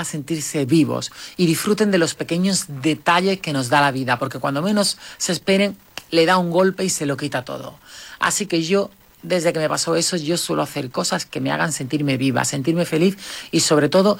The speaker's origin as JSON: {"language": "Spanish", "town": "Morón de la Frontera", "region": "Andalusia", "country": "Spain", "said": "Yo estoy muy orgullosa de ser de Morón. Estoy muy orgullosa de mi gente. Estoy muy orgullosa de mi pueblo. Estoy muy orgullosa de que me digan que soy del pueblo del Gallo."}